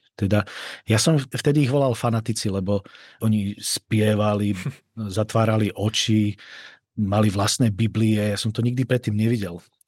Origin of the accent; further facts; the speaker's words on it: Prešov Region, Slovakia; now in Czech Republic; já vlastně pochádzam z východného Slovenska, od Prešova, tam som žil 25 rokov